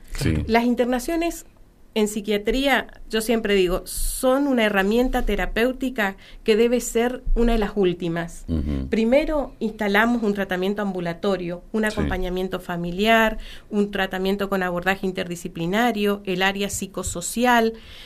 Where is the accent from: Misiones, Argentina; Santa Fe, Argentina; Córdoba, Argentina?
Misiones, Argentina; Qué lindo decir soy de Misiones